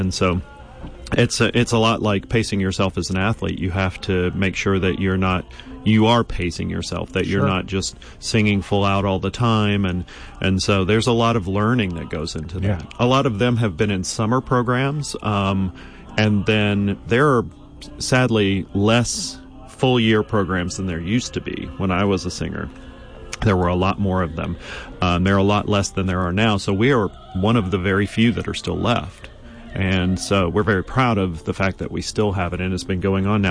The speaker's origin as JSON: {"language": "English", "region": "Mississippi", "country": "United States", "tie": "born or raised there", "said": "I grew up in Mississippi, so some of these are, you know, these Cajun names are a little hard for me."}